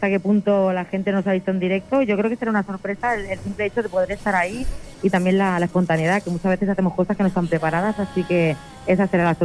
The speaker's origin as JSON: {"language": "Spanish", "town": "Santa Coloma de Gramenet", "region": "Catalonia", "country": "Spain", "said": "yo soy de Santa Coloma y he estudiado cerca de Llefià y tengo mucha gente que quiero allí."}